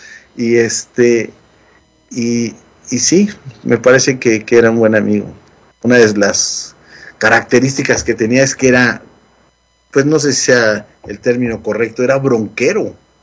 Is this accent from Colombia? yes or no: no; Yautepec, Morelos, Mexico; now in United States; al pueblo donde yo nací, Yautepec, Morelos.